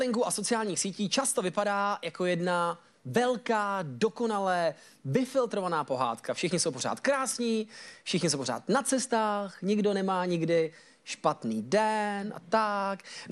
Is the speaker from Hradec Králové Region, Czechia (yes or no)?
yes; Hradec Králové, Hradec Králové Region, Czechia; Já jsem z Hradce Králové.